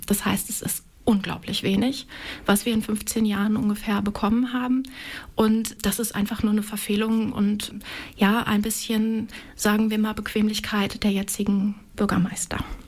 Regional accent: Bad Lauterberg, Lower Saxony, Germany; also born or lived in Northeim / Osterhagen / Barbis / Cologne; ich bin eben in Lauterberg geboren, ich bin dort aufgewachsen und ich kenne Bad Lauterberg noch ganz anders.

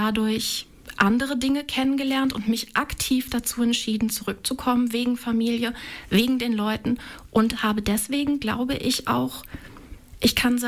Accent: Bad Lauterberg, Lower Saxony, Germany; also born or lived in Northeim / Barbis; Also ich bin in Nordheim geboren und am ersten Tag nach Osterhagen gekommen und habe dann in Barbis gewohnt und dann in Lauterberg.

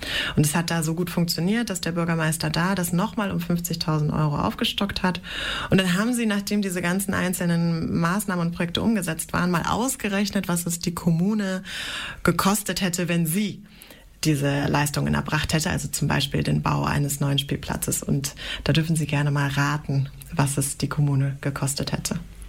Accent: Göttingen, Lower Saxony, Germany; born there; Ich als gebürtige Göttingerin

